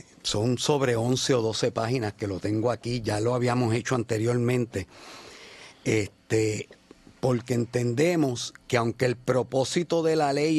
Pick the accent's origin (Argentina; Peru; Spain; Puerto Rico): Puerto Rico; mi madre tiene 84 años, o sea, que son los viejos de Puerto Rico y somos de Morón, los jíbaros mayores de edad